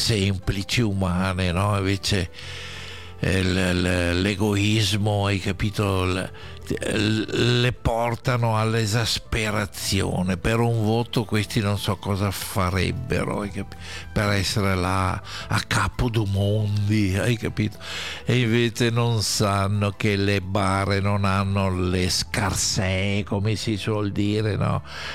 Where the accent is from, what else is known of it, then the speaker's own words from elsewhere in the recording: Veneto, Italy; born there; io sono nato in Veneto, questa è la mia terra.